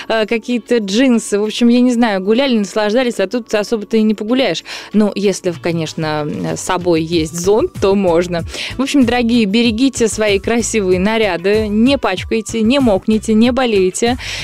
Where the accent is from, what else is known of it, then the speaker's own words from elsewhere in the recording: North Ossetia–Alania, Russia; Мне иногда кажется, что мы из Северной Осетии переместились куда-то совсем в другую местность, потому что нам вообще было не свойственно находиться вот в таких ливневых, знаете ли, условиях.